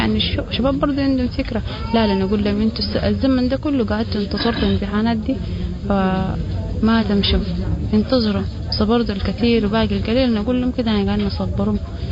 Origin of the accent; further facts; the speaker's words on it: Omdurman, Khartoum, Sudan; يعني احنا جينا من الخرطوم من درمان جات من بعيد شديد.